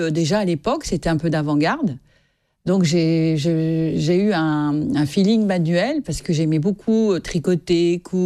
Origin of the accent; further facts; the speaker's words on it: Paris, Île-de-France, France; born there; Je suis née en 1958 à Paris 17e.